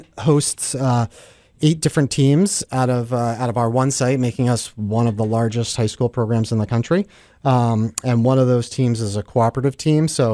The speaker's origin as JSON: {"language": "English", "town": "Biddeford Pool", "region": "Maine", "country": "United States", "tie": "born or raised there", "said": "I grew up in Biddeford Pool, and I was kind of like the scholarship kid there, and the community was really welcoming."}